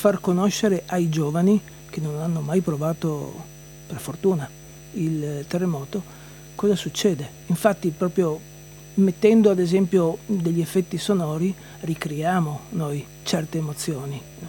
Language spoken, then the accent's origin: Italian; Trieste, Friuli-Venezia Giulia, Italy; born there; quando avevo 5 anni e qui a Trieste ho sentito il terremoto